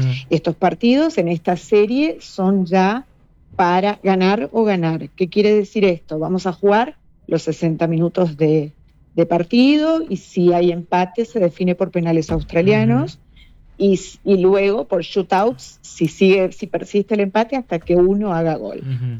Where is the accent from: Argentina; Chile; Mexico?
Argentina; Corrientes; Soy la única correntina en esta categoría.